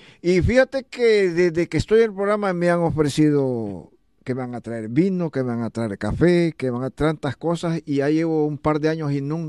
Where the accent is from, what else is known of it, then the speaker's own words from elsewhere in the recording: El Salvador; moved away; Yo soy salvadoreño con orgullo